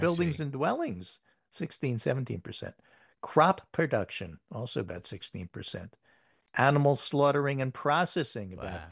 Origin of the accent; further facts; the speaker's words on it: New York City, New York, United States; growing up in New York City.